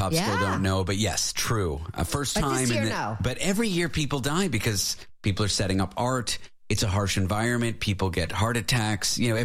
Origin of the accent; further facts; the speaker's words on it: Canada; now in United States; The show airs in Canada. I'm Canadian.